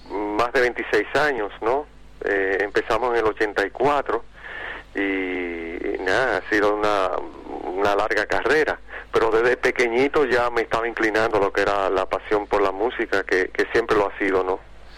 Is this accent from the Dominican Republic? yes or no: yes; Santo Domingo, Distrito Nacional, Dominican Republic; born there; Yo nací en Santo Domingo, en junio del 57